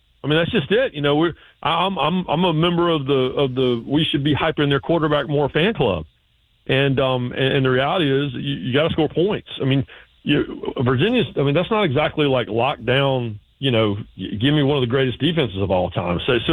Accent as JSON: {"language": "English", "town": "Raleigh", "region": "North Carolina", "country": "United States", "tie": "born or raised there", "said": "That's how I grew up in Raleigh, and that hadn't changed a whole lot."}